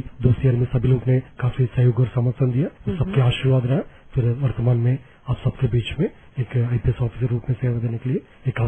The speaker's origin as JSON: {"language": "Hindi", "area": "Coimbatore district", "region": "Tamil Nadu", "country": "India", "tie": "born or raised there", "moved": "as an adult", "lives_now": "Bastar, Chhattisgarh, India", "said": "जी, मैं मूलतः तमिलनाडु राज्य का कोयम्बतूर जिला का रहने वाला हूँ। मेरा प्रारंभिक शिक्षा अपने गाँव में हुई है। मेरा परिवार एक कृषक परिवार है"}